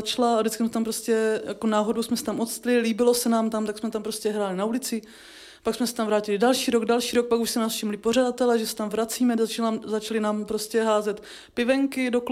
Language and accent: Czech; Rožnov pod Radhoštěm, Zlín Region, Czechia; My jsme jako z Rožnova, pod Radoštěm s bráchou